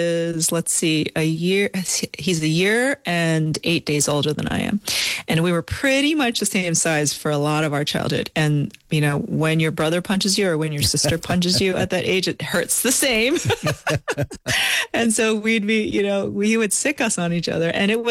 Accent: Long Island, New York, United States; And we grew up, my brother and I grew up on Long Island in New York, and we were immersed in water and swimming since a very young age

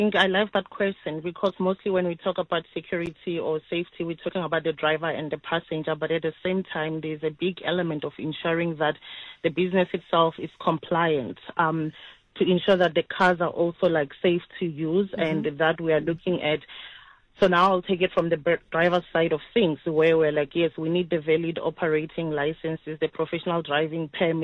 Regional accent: Limpopo, South Africa; born there; moved away as an adult; now in Cape Town, South Africa; I was born in Limpopo, and I moved to Stellenbosch as a student at Stellenbosch University about 11 years ago.

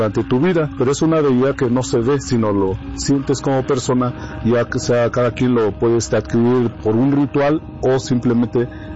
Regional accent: Oaxaca, Mexico; first language Mazatec; Spanish is a second language

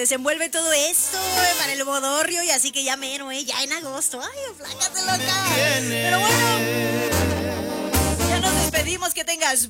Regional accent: Argentina; Nosotros somos argentinos, bueno, ahorita no.

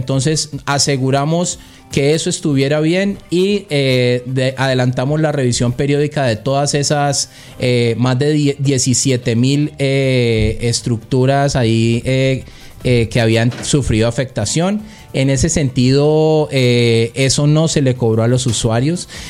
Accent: Cali, Valle del Cauca, Colombia; también como caleños, como una empresa caleña

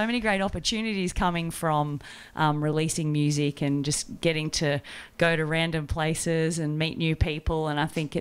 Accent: Quirindi, New South Wales, Australia; moved away; that's my hometown

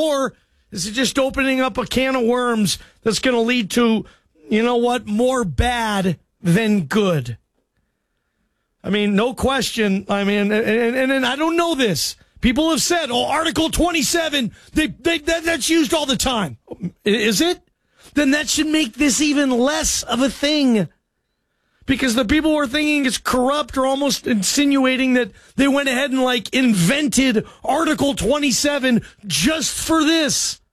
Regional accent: Seattle, Washington, United States; World Cup in Seattle, my hometown.

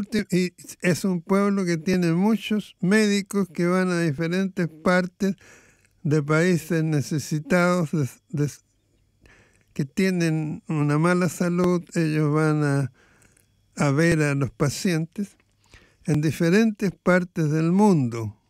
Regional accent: Cuba; Soy cubano. Vivo en Cuba. Tengo apagones diarios y carencia de todo tipo.

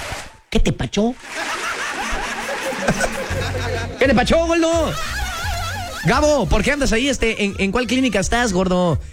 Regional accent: Veracruz, Mexico; Recortine, porque somos jarocho.

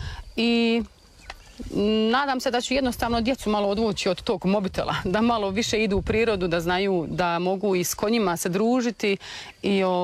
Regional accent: Frankfurt, Hesse, Germany; moved away as an adult; now in Livno, Bosnia and Herzegovina; Rođena sam u Frankfurtu, tamo sam i živjela 33 godine, išla u školu, sve završila što sam trebala završiti. I za vrijeme korone sam se odlučila vratiti u svoje Livno

